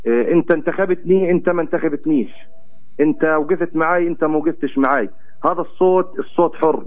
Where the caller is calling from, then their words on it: Al-Minya, Palestine; عندنا في المنيا،